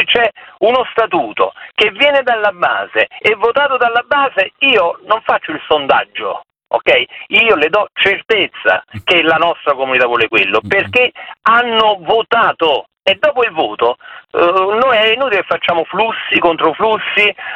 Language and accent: Italian; Campania, Italy; Io sono del Lecito Avellino perché sono della provincia di Avellino.